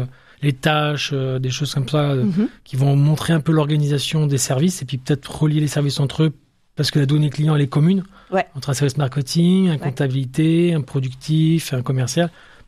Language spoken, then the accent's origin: French; Aix-en-Provence, Provence-Alpes-Côte d'Azur, France; born or raised there; also born or lived in Lille / Marseille; now in Niort, France